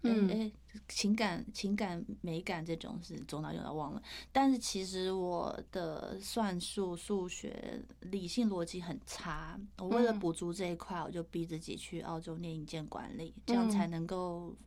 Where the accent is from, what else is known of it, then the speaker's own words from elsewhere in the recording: Taiwan; also born or lived in United States; 我在台湾成长，嗯，对，然后美国也有一段时间，